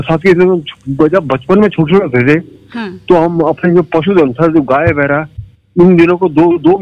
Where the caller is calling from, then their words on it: Dharamshala, Himachal Pradesh, India; धर्मशाला से बोल रहा हूँ